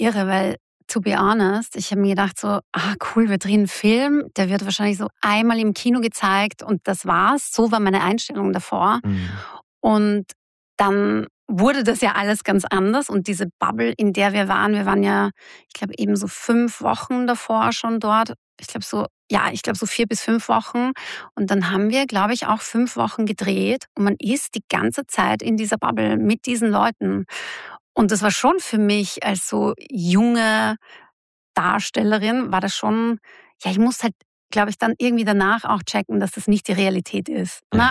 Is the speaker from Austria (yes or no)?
yes; Salzburg, Austria; Und ich bin ja aus Salzburg, es ist ja sehr nahe. zu dem Dialekt vor Ort.